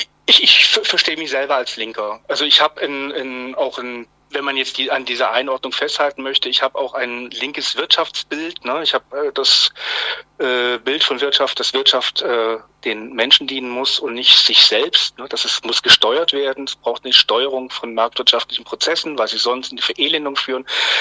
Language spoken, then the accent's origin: German; Baden-Württemberg, Germany; moved away as an adult; also born or lived in Frankfurt am Main / Berlin; now in Moscow, Russia; Ich bin 69 geboren. Ich bin gebürtiger Schwabe eigentlich. Meine Eltern sind allerdings keine Schwaben. Daher ein gespaltenes Verhältnis zum Schwäbischen. Meine Eltern sind aus der DDR.